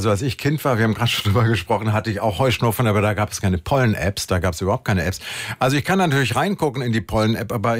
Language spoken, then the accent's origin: German; Lower Saxony, Germany; Da kann man ja als Niedersachse auch so ans Meer fahren, das hilft auch ein bisschen immer, ne?